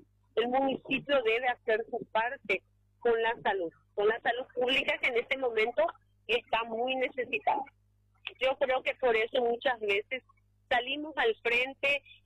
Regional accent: Presidente Franco, Alto Paraná, Paraguay; me tocó ser directora en mi ciudad natal, presidente Franco

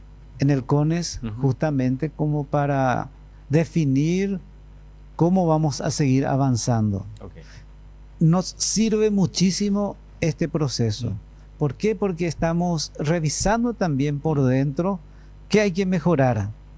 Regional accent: Caacupé, Cordillera, Paraguay; yo nací en Cacupé

